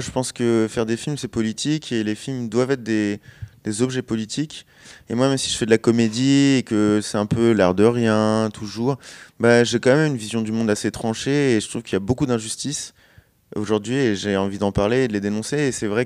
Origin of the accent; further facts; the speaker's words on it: Chelles, Île-de-France, France; born there; c'est ma ville natale